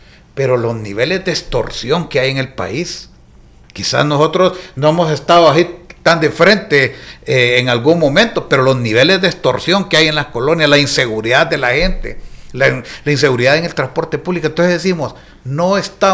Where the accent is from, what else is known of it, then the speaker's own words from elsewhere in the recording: Honduras; nosotros como hondureños